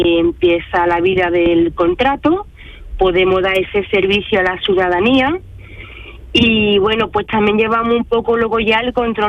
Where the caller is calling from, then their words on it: Seville, Andalusia, Spain; ahora mismo voy por la excedente camino a Cartuja, aquí en Sevilla capital.